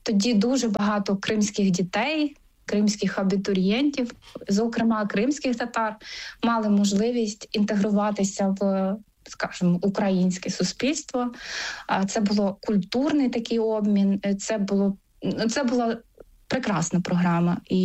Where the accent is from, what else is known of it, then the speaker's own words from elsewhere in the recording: Crimea, Ukraine; moved away as an adult; also born or lived in Ivano-Frankivsk / Volyn; now in Lithuania; люди дізнаються, що я кримська татарка